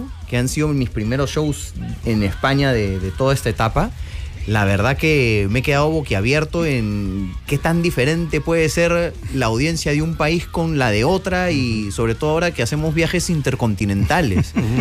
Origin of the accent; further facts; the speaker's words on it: Peru; Yo soy de Perú.